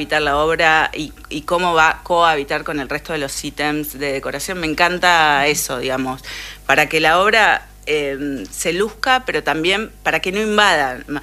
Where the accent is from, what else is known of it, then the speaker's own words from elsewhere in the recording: Buenos Aires Province, Argentina; Total, encima porteña, que no soy porteña porque soy claro. Oriunda de la zona sur del conurbano bonaerense, pero bueno. Si te vas un poco más, te tildan de porteño.